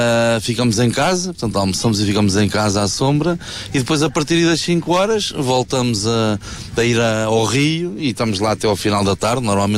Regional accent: Santarém, Portugal; Não, nós somos do Ribatejo, somos de Santarém.

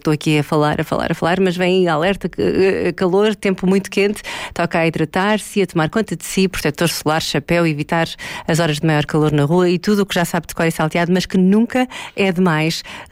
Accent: Cascais, Lisbon, Portugal; born there; Cascais ouve-se tão bem a minha terra.

